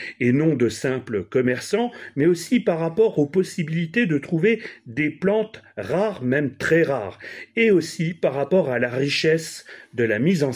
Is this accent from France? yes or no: yes; France; chez nous en France.